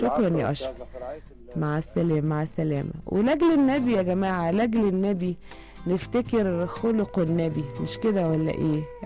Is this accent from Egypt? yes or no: yes; Egypt